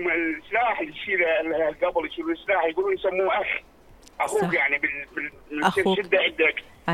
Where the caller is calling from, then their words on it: Baghdad, Baghdad Governorate, Iraq; من بغداد.